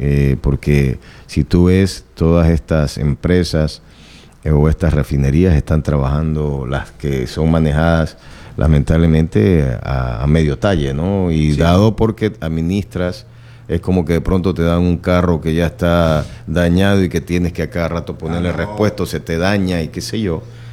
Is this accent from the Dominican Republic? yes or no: no; El Guabo, El Oro, Ecuador; Sí, toda mi vida, ¿no? Ahí es donde he crecido, junto a toda la gente.